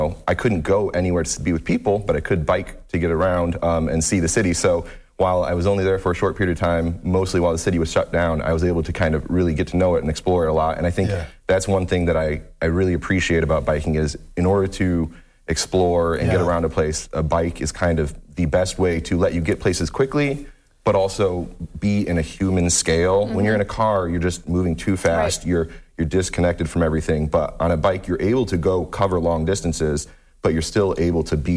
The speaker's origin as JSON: {"language": "English", "town": "Toledo", "region": "Ohio", "country": "United States", "said": "I'm originally from Toledo. I was away for a while, but then moved back"}